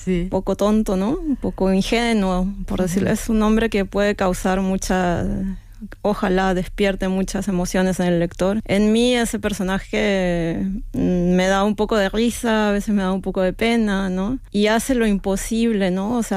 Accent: Lima, Peru; now in Norway; porque vengo de una ciudad, yo soy de Lima, una ciudad donde los animales están abandonados, están maltratados o son las mascotas, ¿no?

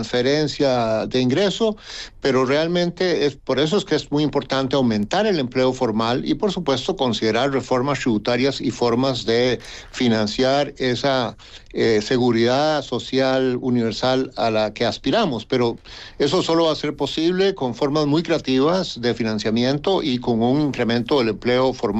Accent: Costa Rica; mi país, Costa Rica, yo soy costarricense

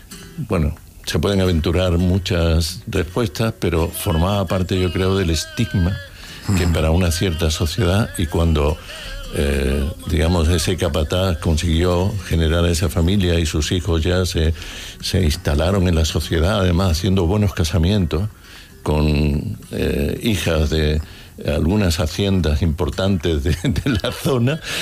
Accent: Jerez de la Frontera, Andalusia, Spain; Curiosamente yo me crié en la Asunción y fui vecino de muchos gitanos que venían de Santiago y que allí se hicieron célebres, ¿no?

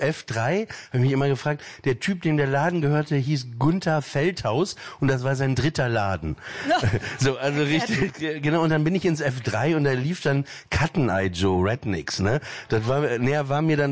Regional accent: Papenburg, Lower Saxony, Germany; Ich komme aus Papenburg im Emsland, ne, da ist das da benutzt man auch nicht so viele Worte

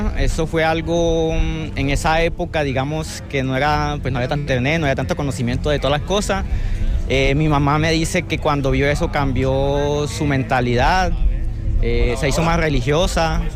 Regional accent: Alicante, Valencian Community, Spain; Yo soy de Alicante, pero ahora venimos de Gandía, que hemos estado allí unos días.

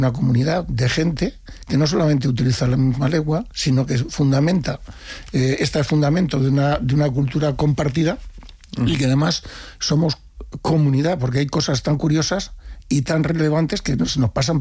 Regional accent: Spain; Somos los españoles somos empáticos.

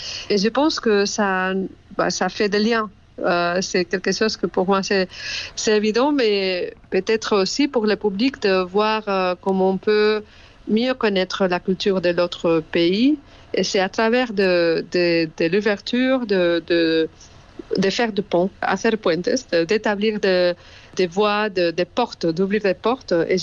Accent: Spain; now in Brussels, Belgium; parce que je suis espagnole. Et donc, ça fait 5 ans que je suis à Bruxelles.

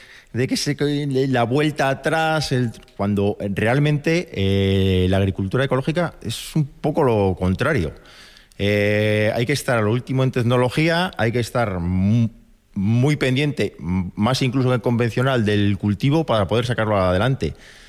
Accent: Villallano, Castile and León, Spain; also born or lived in Salamanca / Burgos; soy de Villallano, un pueblecito de la montaña palentina de unos 40 habitantes. Mis 4 abuelos, mis padres y yo somos agricultores en ese pueblo.

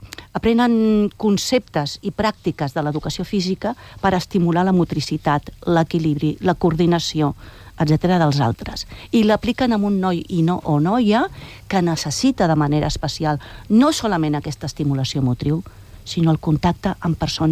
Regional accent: L'Hospitalet de Llobregat, Catalonia, Spain; jo sóc molt de l'Hospitalet

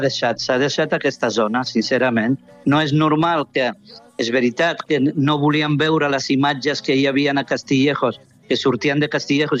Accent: Catalonia, Spain; Jo sóc de segona generació, però en la meva família ja tenim de quarta generació. Per tant, avui ningú podria dir que no som catalans, no? Som catalans de ple dret

